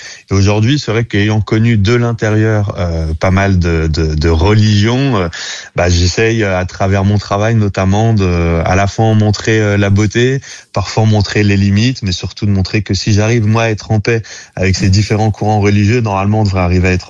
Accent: Saint-Étienne, Auvergne-Rhône-Alpes, France; je suis originaire de Saint-Étienne.

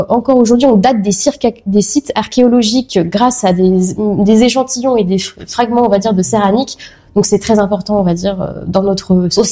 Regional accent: Coulommiers, Île-de-France, France; Donc, je reviens dans ma région natale, à Coulommiers.

